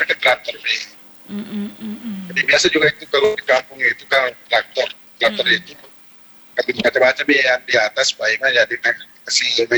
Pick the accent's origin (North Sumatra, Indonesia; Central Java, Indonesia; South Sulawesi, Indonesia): South Sulawesi, Indonesia; orang dulu ya saya Bugis Tomi aku cerita ya.